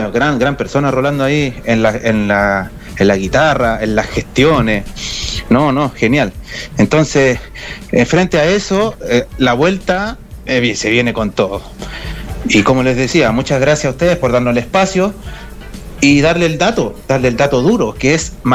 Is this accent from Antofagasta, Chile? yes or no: yes; Antofagasta, Chile; born there; now in Valparaíso, Chile; Ya más de 20 años aquí en Valparaíso. Yo soy natal de Antofagasta.